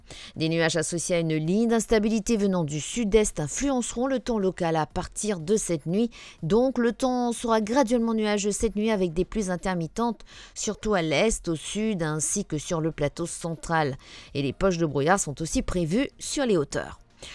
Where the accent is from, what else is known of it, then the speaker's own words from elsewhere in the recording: Mauritius; chez nous à Maurice